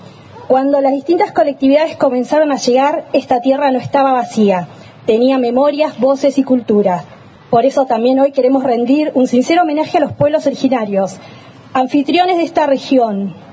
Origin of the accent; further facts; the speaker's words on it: Paraguay; now in Argentina; Como colectividad paraguaya, reafirmamos nuestro compromiso de seguir unidos, de preservar nuestras raíces, de divulgar la riqueza de la cultura guaraní y de continuar construyendo una convivencia fraterna con toda la comunidad. Nuestras raíces nacieron en Paraguay